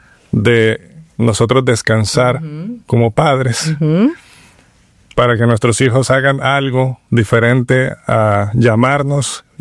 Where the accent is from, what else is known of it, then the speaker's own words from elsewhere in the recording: Barranquilla, Atlántico, Colombia; born there; moved away as an adult; also born or lived in Guatemala; Yo soy colombiano. Nací en la costa de Colombia, en Barranquilla.